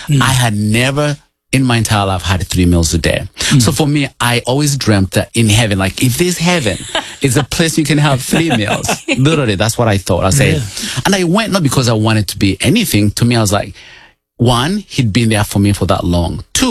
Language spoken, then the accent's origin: English; Uganda; You know, well, I come from Uganda and grew up poor of the poorest.